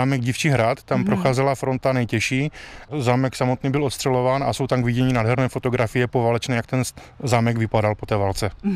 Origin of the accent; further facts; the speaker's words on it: Třemešná, Moravian-Silesian Region, Czechia; born there; Já jsem se narodil v Třemešné, ale můj děda se přistěhoval z jižních Čech, ten bydlel vlastně v Písku a jeho děda bydlel na Šumavě v Pohorsku.